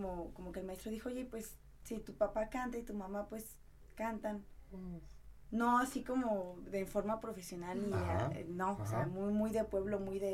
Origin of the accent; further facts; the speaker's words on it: Charo, Michoacán, Mexico; born there; Nací en Charo.